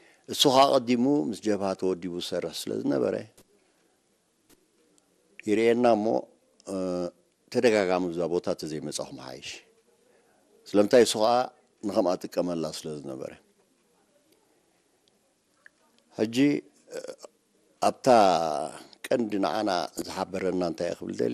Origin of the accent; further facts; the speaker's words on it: Asmara, Maekel, Eritrea; ኣብ ኣስመራ ተወሊደ